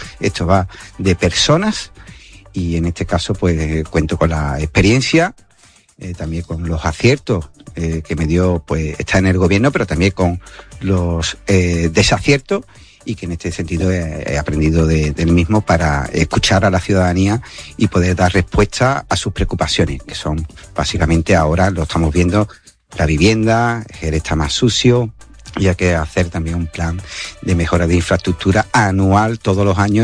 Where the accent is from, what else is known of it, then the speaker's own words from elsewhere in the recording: Jerez de la Frontera, Andalusia, Spain; born there; mi ciudad, donde yo nací, donde vivo, donde estoy criando a mis niños. Creo que Jerez es una ciudad de oportunidades